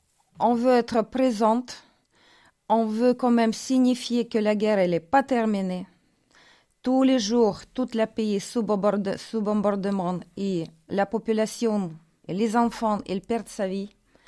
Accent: Ukraine; accent: Russian; French is a second language; now in France; il dit que j'ai l'accent russe. Voilà, on tous parle russe, mais maintenant on parle ukrainien.

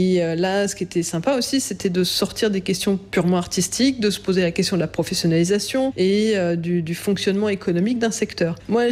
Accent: Brussels, Brussels-Capital Region, Belgium; moved away as an adult; J'ai grandi à Bruxelles, j'ai passé mon bac au lycée français, mais j'ai commencé mes études à Paris.

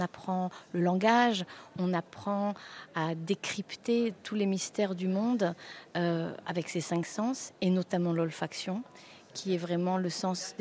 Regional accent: Grasse, Provence-Alpes-Côte d'Azur, France; moved away as an adult; also born or lived in Paris / Vietnam / Philippines; je viens de Grasse, j'ai fait mes études à Paris

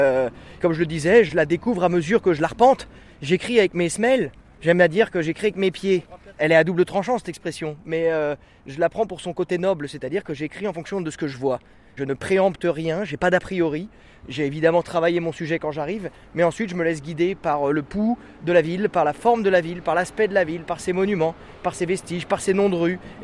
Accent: western France, France; moi je suis de l'Ouest.

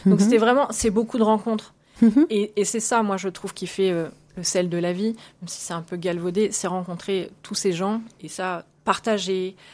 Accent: Niort, Nouvelle-Aquitaine, France; born there; now in Blois, France; Je suis née à Niort, dans les Deux-Sèvres.

